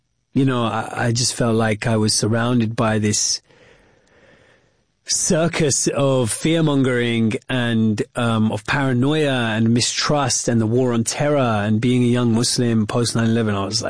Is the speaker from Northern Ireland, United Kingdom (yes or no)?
no; Wembley, London, United Kingdom; born or raised there